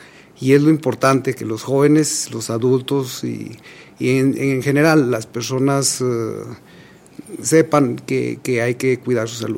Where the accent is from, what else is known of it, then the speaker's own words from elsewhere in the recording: Fresnillo, Zacatecas, Mexico; Es un orgullo personal, es un orgullo como mexicano, un orgullo como zacatecano, un orgullo muy orgullo de ser de Fresnillo.